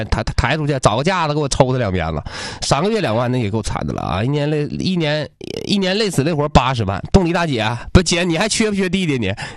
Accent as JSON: {"language": "Chinese", "town": "Liaoyuan", "region": "Jilin", "country": "China", "tie": "born or raised there", "said": "我搁辽源啊，我老家辽源的"}